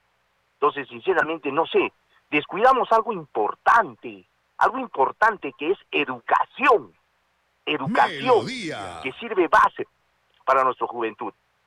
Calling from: Peru; yo como peruano

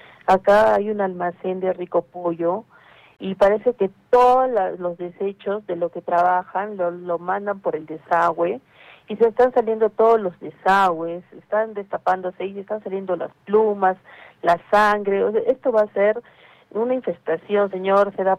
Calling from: Arequipa, Peru; Soy vecina de Semirural Pachacute.

